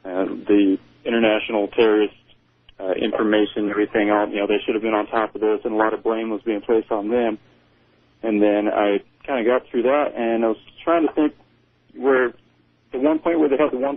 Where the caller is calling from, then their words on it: Boise, Idaho, United States; from Boise, Idaho.